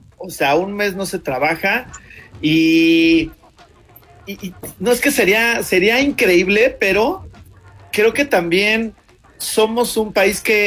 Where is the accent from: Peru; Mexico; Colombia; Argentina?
Mexico; como mexicano, con un país que le encanta el fútbol